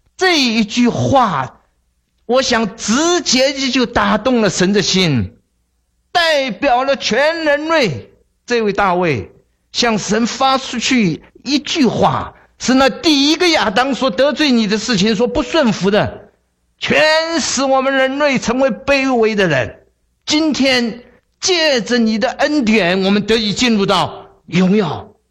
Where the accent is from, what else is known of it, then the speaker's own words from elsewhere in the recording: China; 我们中国人